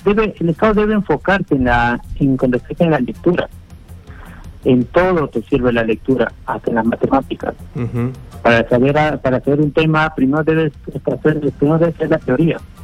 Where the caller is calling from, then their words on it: Naples, Campania, Italy; llamo de Nápoles, Italia.